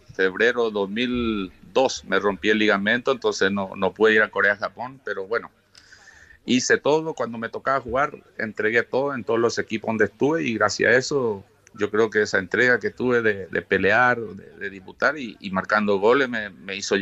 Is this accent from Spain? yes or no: no; Paraguay